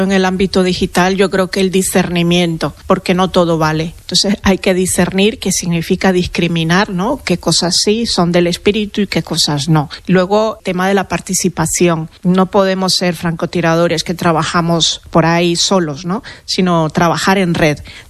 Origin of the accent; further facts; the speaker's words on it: León, Nicaragua; born there; Sí, sí, yo soy nacida en León, pero en León de Nicaragua.